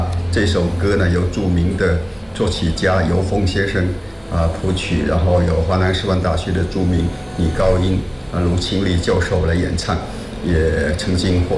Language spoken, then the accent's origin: Chinese; Chaoshan, Guangdong, China; first language Teochew; Chinese is a second language; 我是土生土长的潮汕侨乡的人